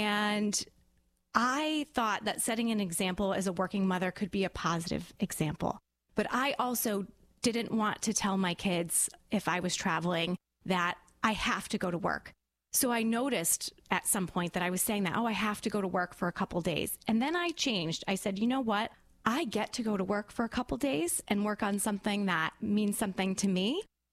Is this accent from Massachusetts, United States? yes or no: yes; Royalston, Massachusetts, United States; So I grew up in Royalston, Massachusetts, which is a very small town.